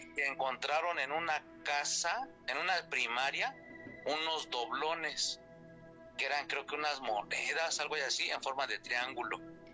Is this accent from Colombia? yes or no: no; Mexico City, Mexico; moved away as an adult; now in Atizapán de Zaragoza, Mexico; yo soy originario de Azcapotzalco. Pero, sí, pues, ahorita es que mi esposa tuvo la fortuna de encontrarse a alguien como yo y ahora vivimos en Atizapán de Zaragoza.